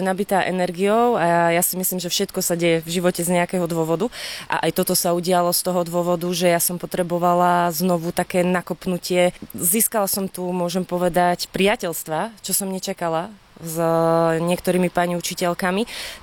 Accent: Lučenec, Banská Bystrica Region, Slovakia; moved away as an adult; now in Bratislava, Slovakia; Pochádzam z Lučenca, ale 10 rokov žijem v Bratislave

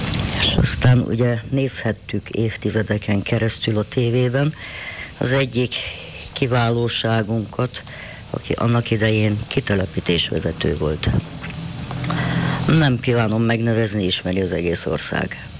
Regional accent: Transylvania, Romania; now in Hungary; Erdélyi vagyok

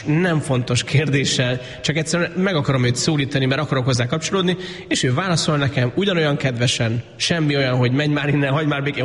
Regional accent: Miskolc, Borsod-Abaúj-Zemplén, Hungary; miskolciként Avason éltünk a szüleimmel, ott az egyházközségen belül nekünk ez egy fontos élmény volt, hogy görög-katolikus egyházhoz tartozunk

